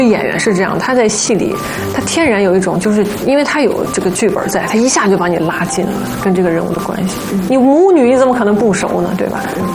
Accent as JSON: {"language": "Chinese", "region": "Shandong", "country": "China", "said": "因为我们俩都是山东的"}